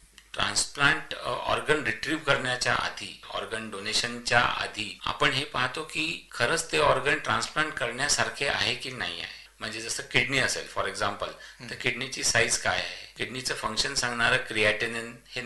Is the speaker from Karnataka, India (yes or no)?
no; Amravati, Maharashtra, India; मी अमरावतीचा आहे